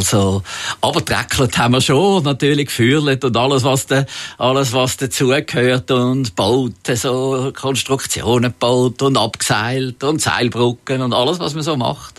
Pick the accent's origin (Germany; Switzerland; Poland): Switzerland; Zürich, Zurich; Aber natürlich bin ich aufgewachsen in Zürich und der Zoo war näher und ich war sehr viel im Zoo gewesen.